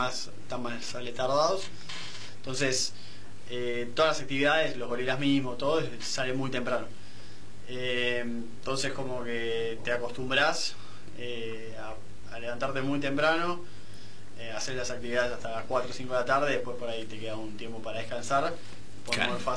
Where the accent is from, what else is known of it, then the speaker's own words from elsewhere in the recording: Argentina; Nosotros normalizamos Argentina, pues somos argentinos